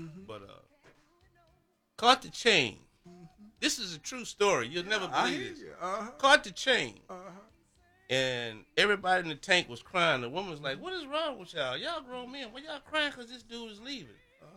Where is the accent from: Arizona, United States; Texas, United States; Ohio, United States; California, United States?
Texas, United States; Houston; I'm from Houston, but I fell in Dallas.